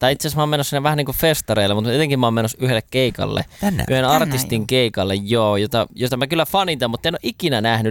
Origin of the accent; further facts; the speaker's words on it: Tuusula, Uusimaa, Finland; mun kotikonnuilla Tuusulassa